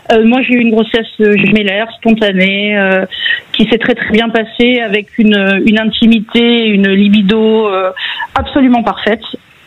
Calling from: Nouvelle-Aquitaine, France; comme je viens du Pays Basque, le coffret piment m'a fait beaucoup rire.

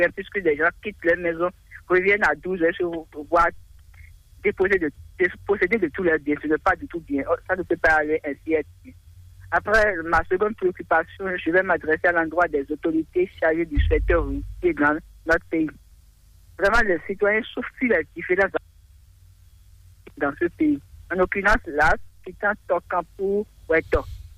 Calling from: Agamé, Benin; je vous appelle depuis Agamé.

